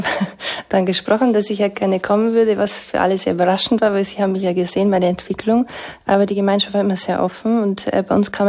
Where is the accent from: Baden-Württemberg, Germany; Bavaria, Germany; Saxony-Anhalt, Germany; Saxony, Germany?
Bavaria, Germany; Ich bin in Bayern so traditionell katholisch aufgewachsen